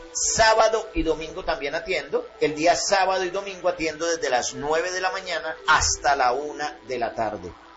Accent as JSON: {"language": "Spanish", "town": "Calarcá", "region": "Quindío", "country": "Colombia", "said": "Soy de aquí de Calarcá."}